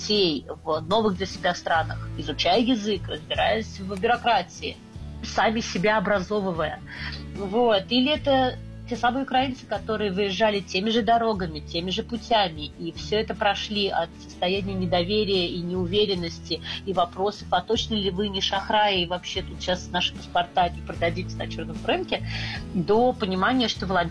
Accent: Moscow, Russia; first language Russian; moved away; also born or lived in Lviv; я изначально русскоговорящий человек, я родилась и выросла в Москве, но все свое детство я провела во Львове каждое лето у бабушки с дедушкой, то есть для меня украинский язык не звучит сложно. Я не говорю, но я, конечно, понимаю обращенную речь.

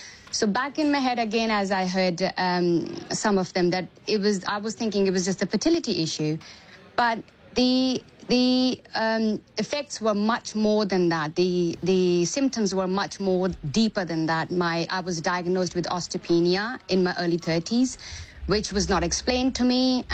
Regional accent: India; So I was born and raised in India, and I'm 45

